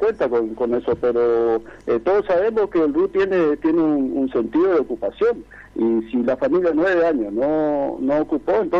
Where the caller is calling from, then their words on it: Chaco, Argentina; yo soy nuevo acá en el barrio, y me duele porque soy un ciudadano chaqueño